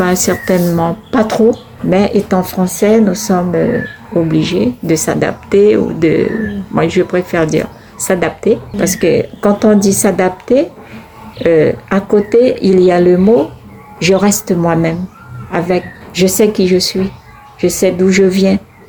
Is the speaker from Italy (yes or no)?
no; French Guiana; je parle un peu du cas de Bellevue, Yann, mon village. Donc le fondateur, c'est mon papa